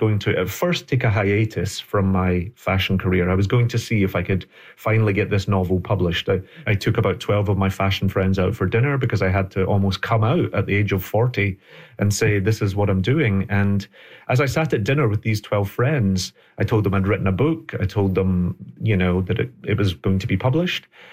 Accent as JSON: {"language": "English", "region": "Scotland", "country": "United Kingdom", "tie": "born there"}